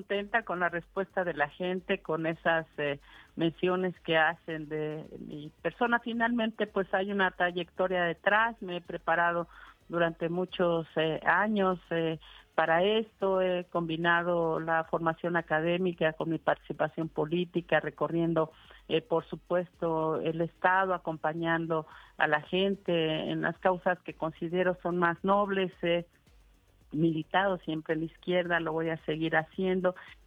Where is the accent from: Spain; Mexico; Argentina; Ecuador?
Mexico; Michoacán; está dedicado a las mujeres de mi tierra y especialmente a las que viven en la zona de conflicto en la Tierra Caliente y en la Sierra Costa